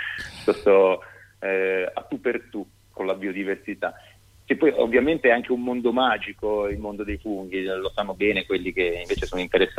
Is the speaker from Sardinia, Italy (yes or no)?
no; Liguria, Italy; now in Tuscany, Italy; io sono ligure, quindi una volta arrivato in Toscana ho scoperto anche un modo diverso di andare per boschi